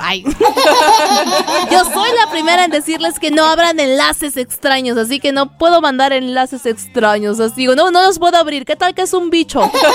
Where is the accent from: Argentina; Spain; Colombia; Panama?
Colombia; no casi, somos hermanos los colombianos con los mexicanos.